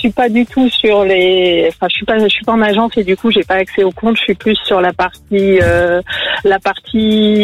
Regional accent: Pays de la Loire, France; Chavenay, entre Nantes et Saint-Nazaire.

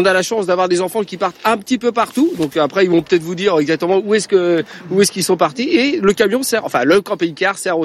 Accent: Angers, Pays de la Loire, France; nous sommes originaires d'Angers

